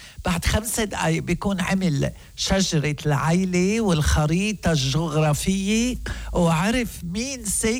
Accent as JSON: {"language": "Arabic", "country": "Lebanon"}